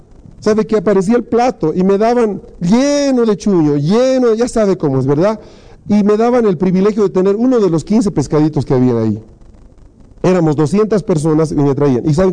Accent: Bolivia; Somos bolivianos

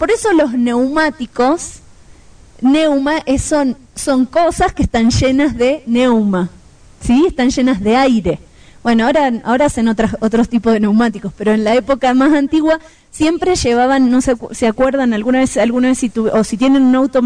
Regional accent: Argentina; moved away as an adult; now in Bolivia; Como verán, soy argentina o gaucha, como algunos de ustedes están pensando dentro de su cabeza. Vivo hace 12 años en Bolivia, pero no se me fue el tono de voz. Somos pastores

